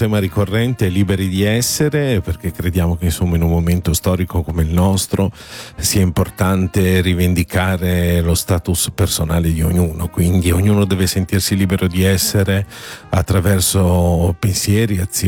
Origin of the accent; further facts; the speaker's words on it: Parma, Emilia-Romagna, Italy; also born or lived in Abruzzo; Io sono abruzzese, ma avevo un anno quando sono venuto a Parma. Io mi sento molto parmigiano.